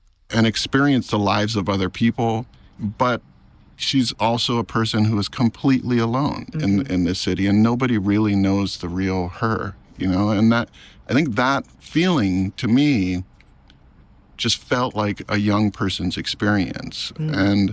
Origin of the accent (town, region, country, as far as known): Maui, Hawaii, United States; born or raised there